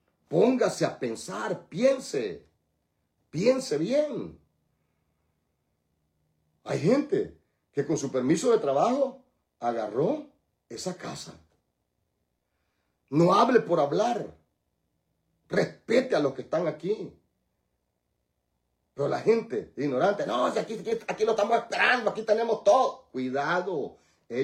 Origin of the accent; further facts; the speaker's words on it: El Salvador; moved away; en nuestros países, en el caso de El Salvador